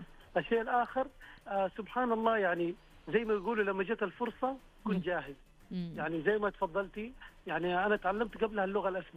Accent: Saudi Arabia; عندنا السياحة في السعودية

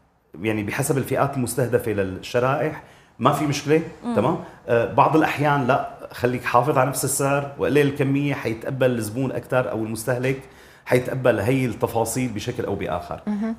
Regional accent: Syria; هم عندنا بسوريا، بالسوق السورية تغير وزنها بشكل جذري

